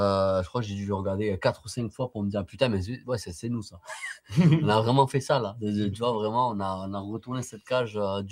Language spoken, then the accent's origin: French; Perpignan, Occitanie, France; Nous, on est comme une dynastie, on est de Perpignan, c'est tout petit, c'est compliqué de sortir de Perpignan.